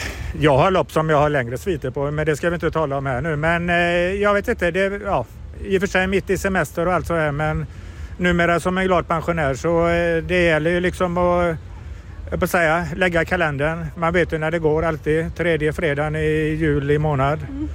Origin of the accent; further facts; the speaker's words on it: Partille, Västra Götaland County, Sweden; moved away as an adult; now in Trollhättan, Sweden; Stämmer, jag är uppväxt i Partille, om man nu ska vara riktigt noggrann. Men har bott här i Trollhättan sen, vad blir det, 83-84.